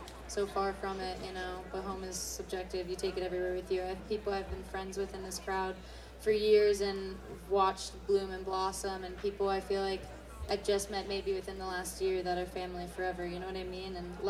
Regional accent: Pennsylvania, United States; Hell yeah, I'm also from Pennsylvania. Western PA. I'm more of a Pittsburgh person. Philly ain't for me, sorry.

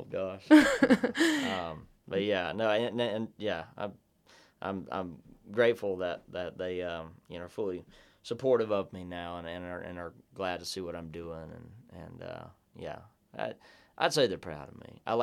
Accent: South Carolina, United States; moved away as an adult; Where I'm from in South Carolina, at least my hometown, you don't see a whole lot of that.

